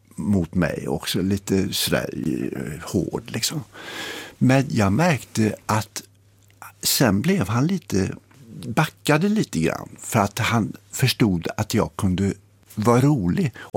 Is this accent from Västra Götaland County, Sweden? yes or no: yes; Gothenburg, Västra Götaland County, Sweden; jag är ju från Göteborg och det var ju mina föräldrar också